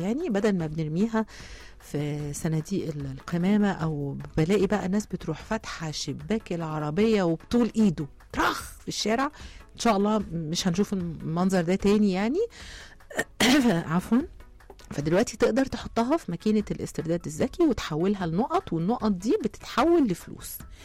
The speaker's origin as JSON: {"language": "Arabic", "country": "Egypt", "said": "ده احنا مصريين"}